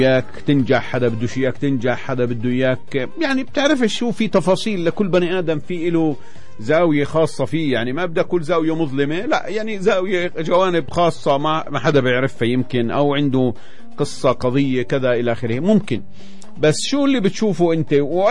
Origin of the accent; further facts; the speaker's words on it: Palestine; وعندنا في فلسطين